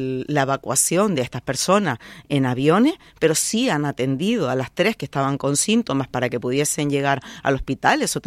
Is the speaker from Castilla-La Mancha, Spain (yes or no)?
no; Canary Islands, Spain; somos un archipiélago, como dice la canción, ¿no? De donde brilla el sol. Y resulta que, aparte de brillar el sol, es que estamos geográficamente en África, pero políticamente somos españolas y, por lo tanto, europeas.